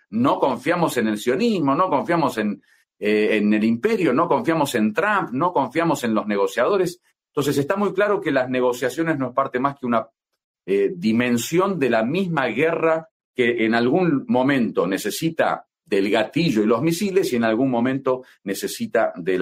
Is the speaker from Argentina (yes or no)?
yes; Argentina; moved away as an adult; also born or lived in Iran; now in Lebanon; como argentino que tuvo esa experiencia de vivir tantos años en Irán y de conocer tan de cerca la causa iraní, de manejar el idioma persa a la perfección, porque fue mi idioma académico durante 25 años